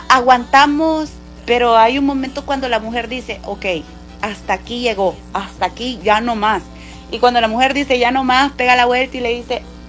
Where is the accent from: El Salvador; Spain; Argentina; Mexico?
El Salvador; a nosotros como artistas salvadoreños